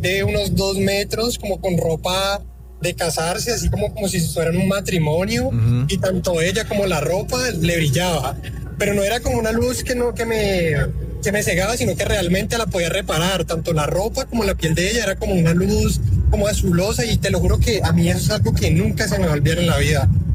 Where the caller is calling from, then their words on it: Cali, Valle del Cauca, Colombia; Parce, desde Cali.